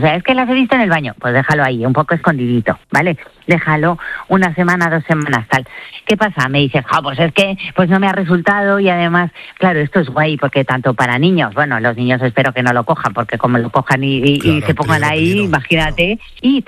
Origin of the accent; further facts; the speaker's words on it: Spain